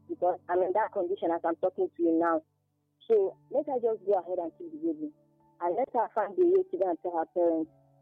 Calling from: Nigeria; I'm calling from Abuja in Kano West.

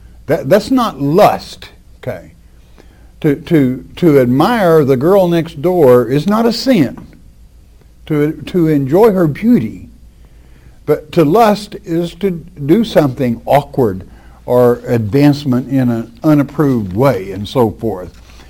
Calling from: Colorado, United States; from Colorado.

